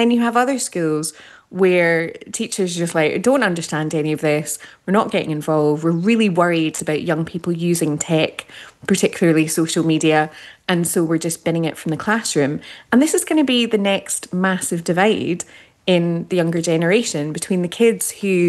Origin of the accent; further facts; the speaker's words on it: Australia; moved away; I grew up in Australia and in a country town.